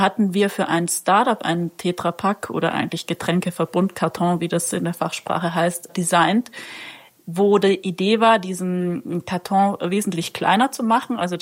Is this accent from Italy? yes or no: yes; Trentino-Alto Adige, Italy; ich komme nämlich aus Südtirol und hier gibt es ein Milchunternehmen, das Mieder heißt.